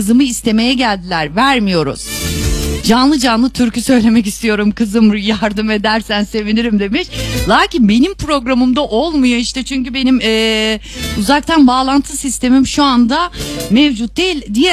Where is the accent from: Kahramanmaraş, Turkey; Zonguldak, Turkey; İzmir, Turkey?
Zonguldak, Turkey; Çaycuma; Çay Cuma'da bir inşaat firmasından da öte gerçekten doğma büyüme biri olarak söylemekteyim